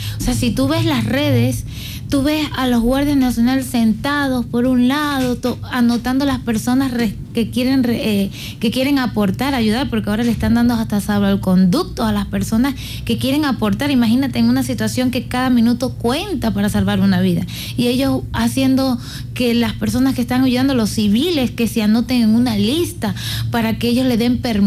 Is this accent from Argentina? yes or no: no; Anzoátegui, Venezuela; Nosotros somos de Anzoátegui y pues la capital está 6 horas de allá